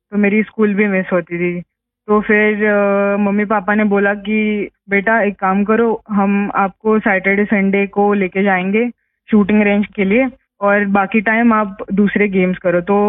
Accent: Kolhapur, Maharashtra, India; Sir मैं proper Kolhapur Maharashtra से हूँ।

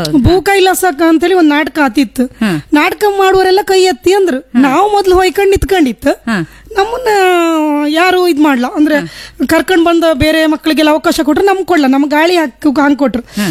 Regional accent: Vakwadi, Karnataka, India; ನನ್ನ ಊರು ವಕ್ವಾಡಿ. ನಾನು ಎಲಿಮೆಂಟ್ರಿ ಎಲ್ಲ ವಕ್ವಾಡಿಯಲ್ಲೇ ಮಾಡಿದ್ದು.

